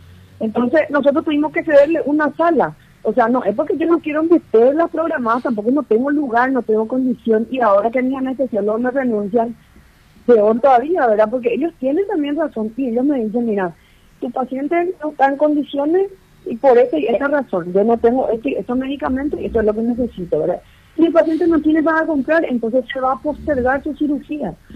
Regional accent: Paraguay; Hoy nosotros como paraguayos

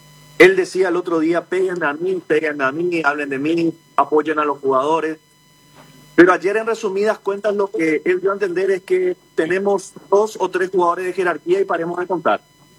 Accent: Paraguay

